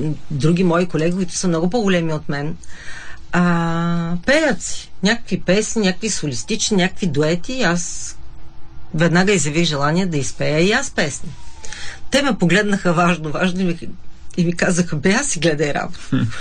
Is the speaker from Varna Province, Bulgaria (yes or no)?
no; Levski, Pleven Province, Bulgaria; в моя роден град Левски